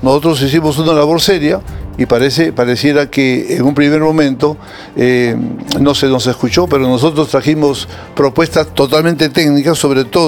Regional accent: Peru; yo soy un peruano agradecido de lo que yo tengo gracias a mi país.

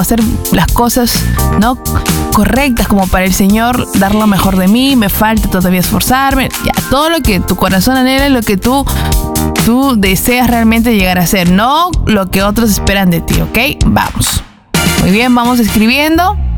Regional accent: Peru; Tenemos muchas cosas que mejorar como nación, pero también como ciudadanos, como nosotros mismos, como peruanos.

